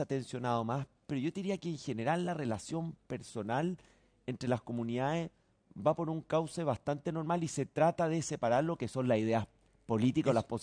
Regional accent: Chile; esto viene de los abuelos, que somos chilenos de origen árabe.

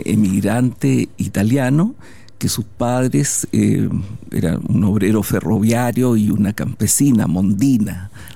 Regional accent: Valparaíso, Chile; yo nací en Valparaíso, nací de un matrimonio que entre un emigrante italiano, que sus padres eran un obrero ferroviario

